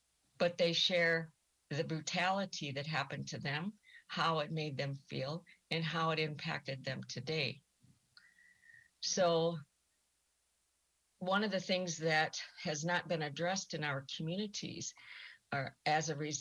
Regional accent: South Dakota, United States; I am from the Sichangu Lakota from the Rosebud Reservation in South Dakota.

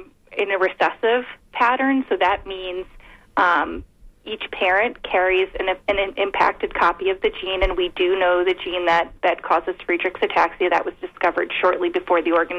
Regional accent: New York, United States; I grew up in New York, but I moved actually to outside of Philadelphia to take this role with FARA.

